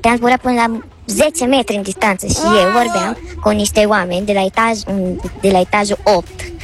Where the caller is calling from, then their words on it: Cluj-Napoca, Cluj County, Romania; mă optam, sunt din Cluj.